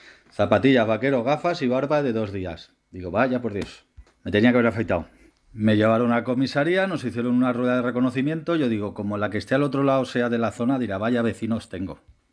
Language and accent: Spanish; Valencia, Valencian Community, Spain